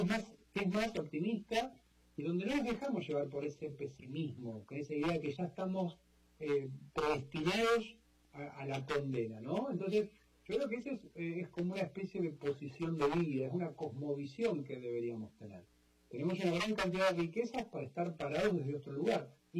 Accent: Argentina

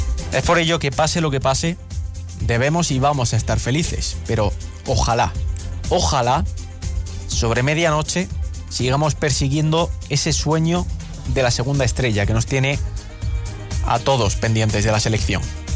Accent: Spain; somos españoles

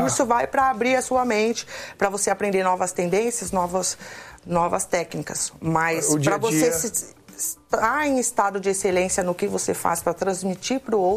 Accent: São Paulo, Brazil; born or raised there; now in Itapecerica da Serra, Brazil

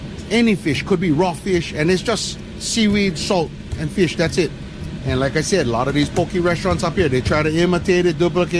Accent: Waipahu, Hawaii, United States; also born or lived in Kauai; I grew up on Oahu in Waipahu, the 94 block. I moved after about maybe when I was like about 17 or something, I moved to Kauai. I was living in Kauai for about 30 plus years.

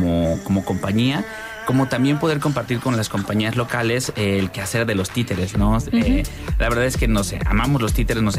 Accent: Jalpan de Serra, Querétaro, Mexico; moved away; Yo soy de Jalpan, sí, ahí crecí.

